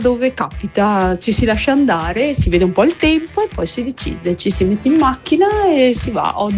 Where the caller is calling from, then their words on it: Venice, Veneto, Italy; da Mestre.